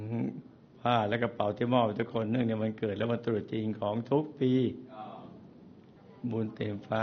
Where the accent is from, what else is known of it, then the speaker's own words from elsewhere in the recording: Tha Chalong, Samut Sakhon, Thailand; ผมเกิดแล้วเติบโตในครอบครัวชาวจีนท่าฉลองจังหวัดสมุทรสาครบริเวณปากแม่น้ำท่าจีนชีวิตวัยเด็กของผมจึงคุ้นเคยกับสายน้ำและกลิ่นอายทะเลตั้งแต่จำความได้ครับ